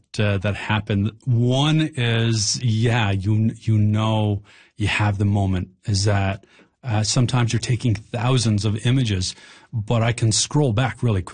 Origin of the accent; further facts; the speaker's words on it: Newfoundland and Labrador, Canada; I grew up on the Smallwood Reservoir fishing in that area and seeing just how much land was flooded